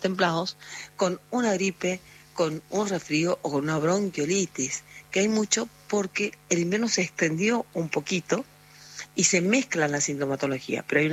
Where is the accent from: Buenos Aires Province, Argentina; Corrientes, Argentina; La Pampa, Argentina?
Corrientes, Argentina; Bellavista; born or raised there; now in Buenos Aires, Argentina